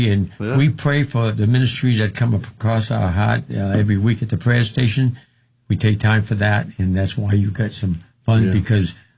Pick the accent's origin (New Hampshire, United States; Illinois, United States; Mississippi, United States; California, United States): New Hampshire, United States; Well, I'm from New Hampshire.